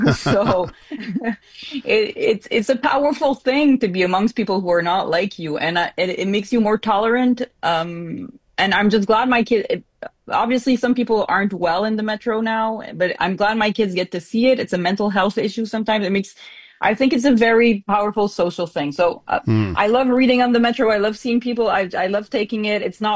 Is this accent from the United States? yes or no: no; Montreal, Quebec, Canada; I was born in Montreal. I was also a teenager in Montreal.